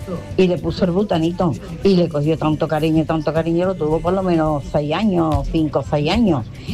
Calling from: Alcalá, Spain; de Alcalá.

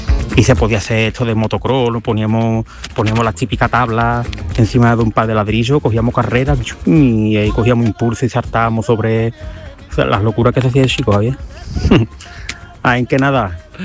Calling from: Sanlúcar, Andalusia, Spain

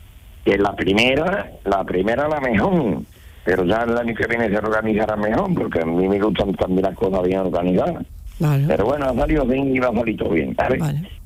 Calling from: Pruna, Andalusia, Spain; Yo que estoy en Pruna, en la gasolinera de Pruna, el Pilarillo.

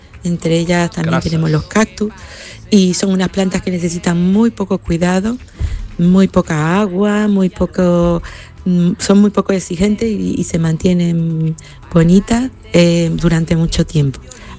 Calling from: Seville, Andalusia, Spain; de Sevilla

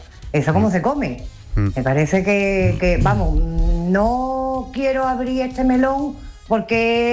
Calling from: Seville, Andalusia, Spain; de Sevilla.

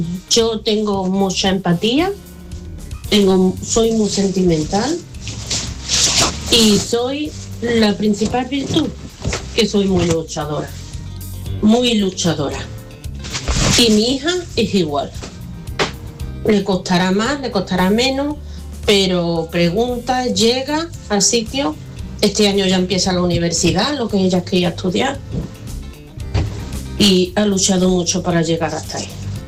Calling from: Seville, Andalusia, Spain; yo soy … de Sevilla

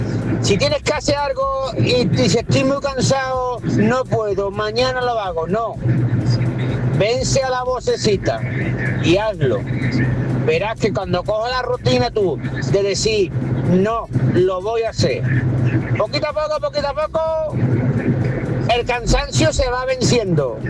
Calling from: Rota, Andalusia, Spain

